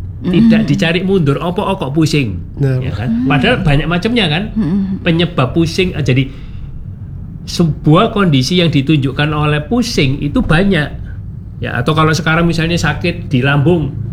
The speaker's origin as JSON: {"language": "Indonesian", "town": "Surabaya", "region": "East Java", "country": "Indonesia", "said": "berhubung aku arek Surabaya jadi kayak sepiro Jawa lupa."}